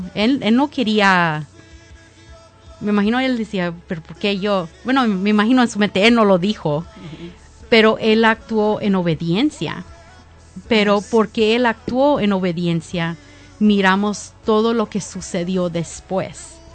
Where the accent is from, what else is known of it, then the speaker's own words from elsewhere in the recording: Tennessee, United States; born there; yo estoy en mi país, yo nací aquí.